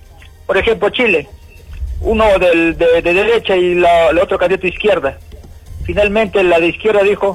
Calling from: Peru; los peruanos

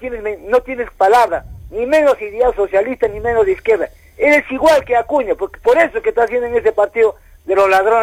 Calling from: Arequipa, Peru; Soy de Cayoma.

